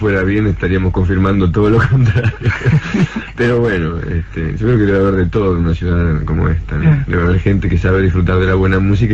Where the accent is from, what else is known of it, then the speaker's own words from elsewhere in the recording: La Plata, Buenos Aires Province, Argentina; uno sale de La Plata y queda registrado como en la anécdota de … que somos platenses. Yo he vivido más tiempo en otros lugares que en La Plata